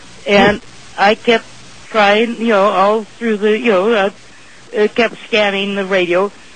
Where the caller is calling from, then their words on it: Reno, Nevada, United States; from the Reno area.